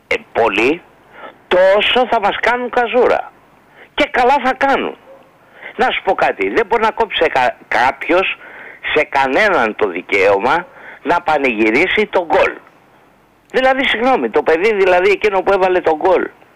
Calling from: Ilion, Attica, Greece; είμαι από Ήλιο.

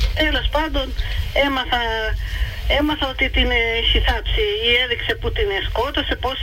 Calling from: Crete, Greece

